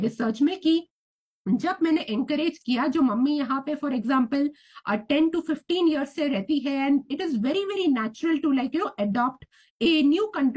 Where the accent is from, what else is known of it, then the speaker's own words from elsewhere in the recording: Mumbai, Maharashtra, India; moved away; जो मैं मुंबई से आती हूँ